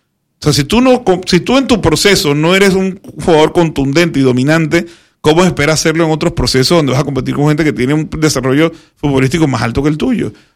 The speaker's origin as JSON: {"language": "Spanish", "country": "Panama"}